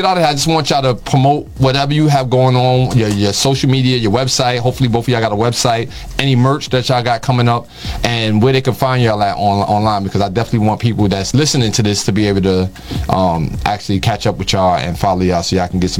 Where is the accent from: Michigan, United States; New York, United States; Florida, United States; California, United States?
New York, United States; Bronx; I'm from the Bronx, right? I'm from the South Bronx back in the days when they was burning buildings and all that. The ghetto, super, you know.